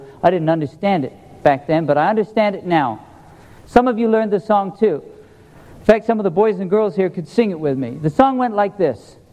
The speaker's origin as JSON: {"language": "English", "region": "England", "country": "United Kingdom", "tie": "born or raised there", "said": "See, I grew up in England."}